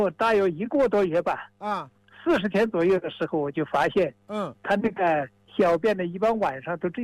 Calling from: Jianshi County, Hubei, China; 我是建设县关店镇的金家湾村

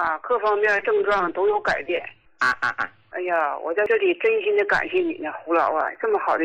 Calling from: Jilin, China; 我是吉林的。

